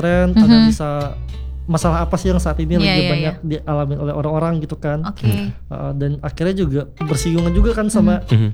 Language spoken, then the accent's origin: Indonesian; East Jakarta, Jakarta, Indonesia; Aku dari Jakarta Timur.